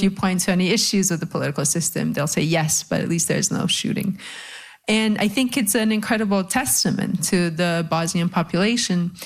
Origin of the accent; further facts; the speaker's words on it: Canada; as a Canadian